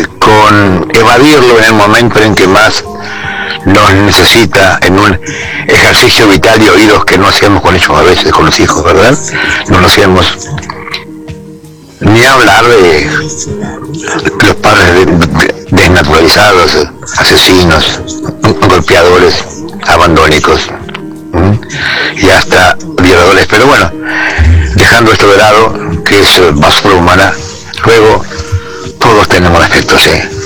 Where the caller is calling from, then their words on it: Fray Bentos, Río Negro, Uruguay; hablo desde Fraivento, Río Negro, Uruguay.